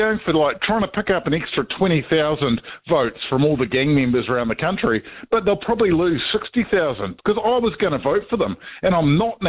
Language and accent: English; Tauranga, Bay of Plenty, New Zealand; Because like Matt said, I'm from Tauranga, and the gang patch